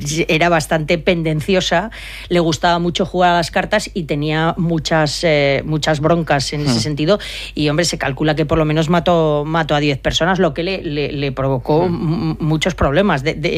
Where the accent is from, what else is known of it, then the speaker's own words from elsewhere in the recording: Peralta, Navarre, Spain; la siguiente vez que fui a mi pueblo, a Peralta, en Navarra, el párroco me dijo: oye, me han dicho mis padres que me puedes pegar.